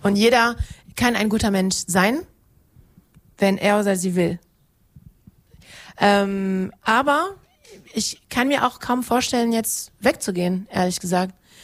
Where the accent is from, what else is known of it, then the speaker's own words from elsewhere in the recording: West Germany, Germany; now in Halberstadt, Germany; Ich bin halt Deutsche, meine Familie kommt aus dem Westen. Die haben auch geguckt, als ich gesagt habe, so, ich habe einen Job gefunden in Halberstadt, in Sachsen-Anhalt, und ich gehe dahin.